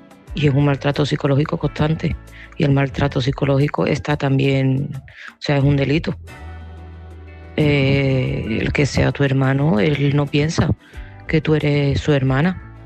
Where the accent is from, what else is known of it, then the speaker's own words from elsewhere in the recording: Seville, Andalusia, Spain; de Sevilla y este mensaje va para María José.